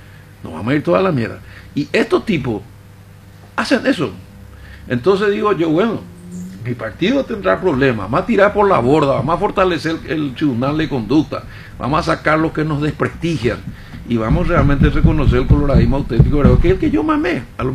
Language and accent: Spanish; Paraguay; yo vengo de Paraguay